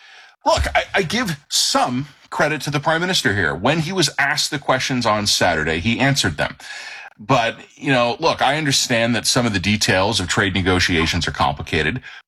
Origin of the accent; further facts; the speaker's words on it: Canada; I'm a Canadian citizen.